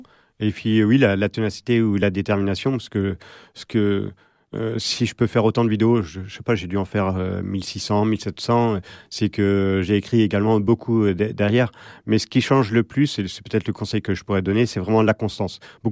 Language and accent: French; Angers, Pays de la Loire, France; je suis né à Angers, j'ai toujours vécu à Angers.